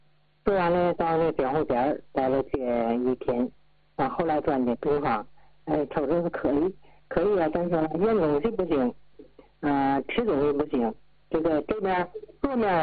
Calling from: Tianjin, China; 我家是天津沿河。

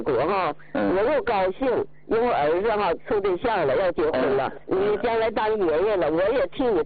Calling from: Shenyang, Liaoning, China; 老伴儿吧，我57岁他就走了，我一个人生活，我是沈阳人。

